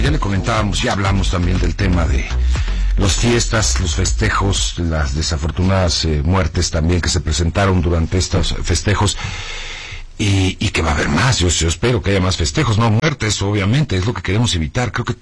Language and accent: Spanish; Mexico; Nosotros como aficionados y como mexicanos y que nos gusta festejar